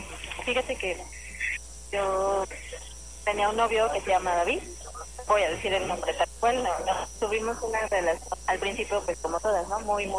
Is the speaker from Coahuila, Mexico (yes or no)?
no; Benito Juárez, Mexico City, Mexico; 38 años y de la alcaldía Benito Juárez.